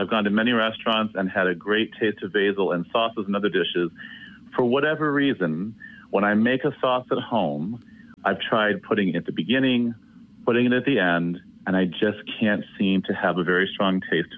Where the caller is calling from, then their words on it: Gilbert, Arizona, United States; I'm calling from Gilbert, Arizona.